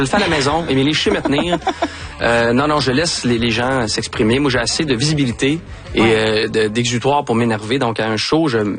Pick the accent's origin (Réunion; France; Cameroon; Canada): Canada; Brossard, Quebec; J'ai grandi donc tout près, oui, du 10-30. À l'époque, c'était un champ de patates.